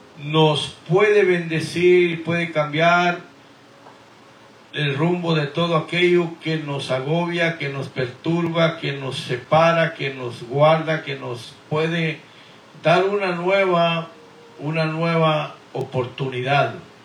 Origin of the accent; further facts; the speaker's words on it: Guatemala; moved away as an adult; now in Houston, United States; yo también soy nacido allá en la República de Guatemala. Y habito y vivo aquí en Houston, Texas, por ya pasadito de 30 años